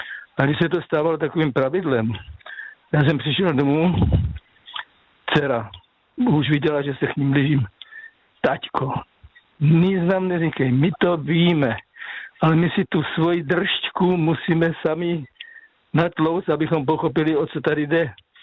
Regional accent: Slovakia; jako já pocházím ze Slovenska, tam se říká stařenka nebo babička.

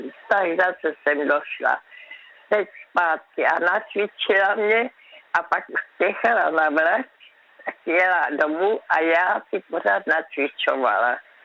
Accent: Brno, South Moravian Region, Czechia; Víte, kde jsem vyrostla v Kamence? To je tam je kopec v Brně.

